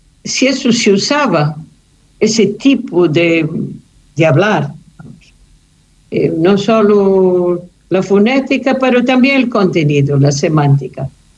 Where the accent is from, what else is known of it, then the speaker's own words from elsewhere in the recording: Portugal; born there; first language Portuguese; Spanish is a second language; normalmente me contesta en portugués, que es mi idioma. Mi idioma primero, bueno, primero, segundo, junto con el inglés. Uh-huh. Pero con frases que en otro sitio de Portugal no existen, pero sí en el sitio donde yo nací, que es el sur de Portugal.